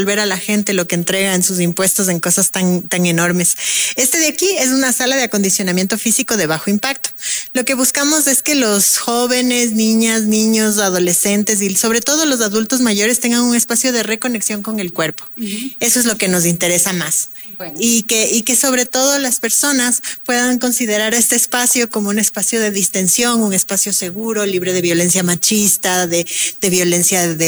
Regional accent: Quito, Pichincha, Ecuador; el privilegio como quiteños, como quiteñas, como ciudadanos que tenemos de poder visitar y poder acceder a esto

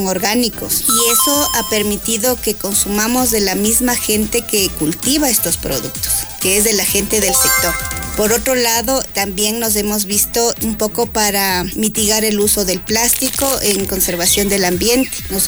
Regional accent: Conocoto, Pichincha, Ecuador; also born or lived in Amaguaña; Nosotros somos de Conocoto y también parte de Amaguaña.

